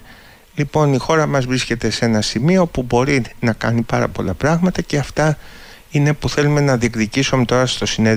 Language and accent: Greek; Oinousses, North Aegean, Greece; moved away; also born or lived in Athens